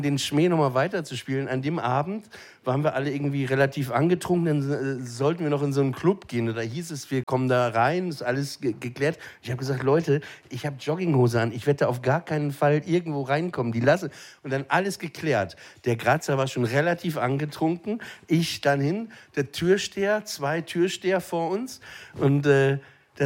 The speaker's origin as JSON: {"language": "German", "town": "Papenburg", "region": "Lower Saxony", "country": "Germany", "moved": "yes", "said": "ich komme aus Papenburg im Emsland"}